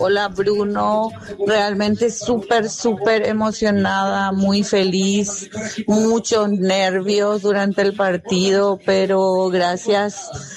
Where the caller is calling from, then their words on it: Itá, Central, Paraguay; Yo soy de Itá.